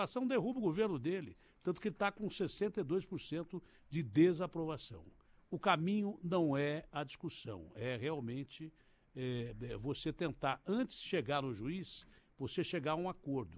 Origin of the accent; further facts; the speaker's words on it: São Paulo, Brazil; accent: caipira; moved away; E eu sou caipira, do interior.